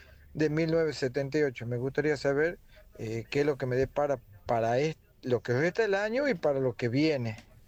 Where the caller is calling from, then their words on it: Tucumán, Argentina; soy de Tucumán. Tengo 47 años. Mi fecha de nacimiento es el 02 del 12 de 1978.